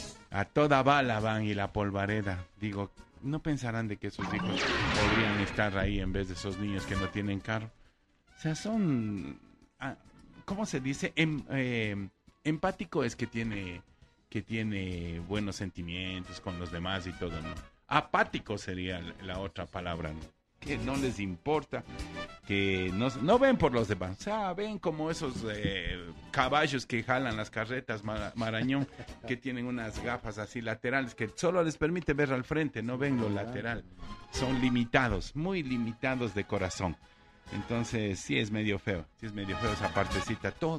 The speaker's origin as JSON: {"language": "Spanish", "country": "Ecuador", "said": "somos de Ecuador. Claro, somos de Ecuador."}